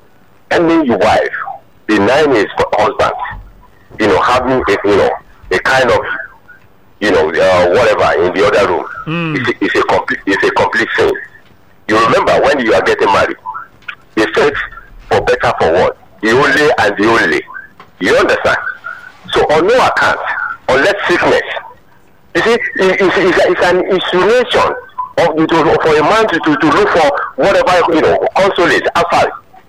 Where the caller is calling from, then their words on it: Lagos, Nigeria; Lagos, yeah.